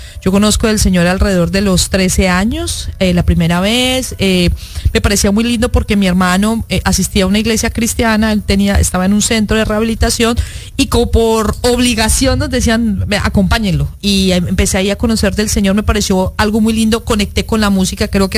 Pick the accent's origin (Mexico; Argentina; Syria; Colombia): Colombia; moved away as an adult; now in Miami, United States